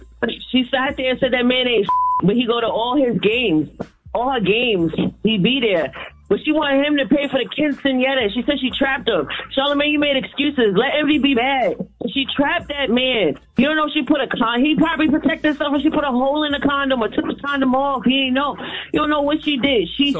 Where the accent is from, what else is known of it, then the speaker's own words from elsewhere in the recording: Brooklyn, New York, United States; I'm from Brooklyn.